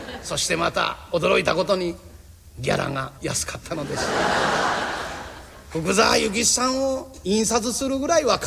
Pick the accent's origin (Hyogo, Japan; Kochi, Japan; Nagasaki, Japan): Hyogo, Japan; Tamba-Sasayama; 私は丹波の篠山の出身でございますから、